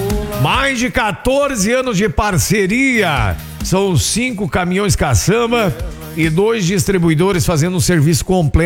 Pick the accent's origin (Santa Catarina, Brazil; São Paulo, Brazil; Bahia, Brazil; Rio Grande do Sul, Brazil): Rio Grande do Sul, Brazil; E nós somos gaúcho, tchê.